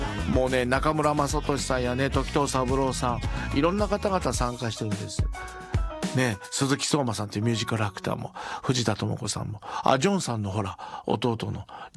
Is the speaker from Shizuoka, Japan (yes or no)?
yes; Shizuoka, Japan; 静岡出身だけど